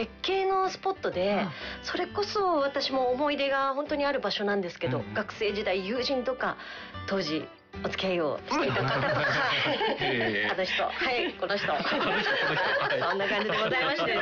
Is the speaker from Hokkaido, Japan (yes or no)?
no; Asahi, Chiba, Japan; 私のふるさとは千葉県の旭市というところなんですけれども